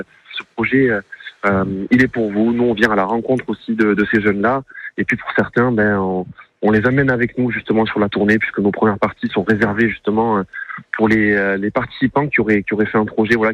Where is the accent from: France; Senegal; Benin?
France; Southern France